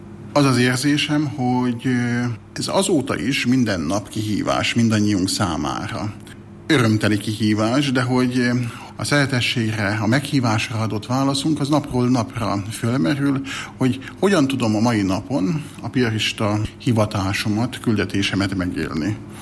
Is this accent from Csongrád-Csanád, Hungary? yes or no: yes; Szeged, Csongrád-Csanád, Hungary; attól, hogy szegedi vagyok